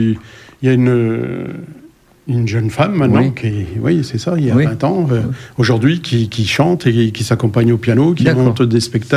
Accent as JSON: {"language": "French", "town": "Langres", "region": "Grand Est", "country": "France", "accent": "not Parisian", "said": "Alors, moi, je viens de la région de Langres, dans l'est de la France"}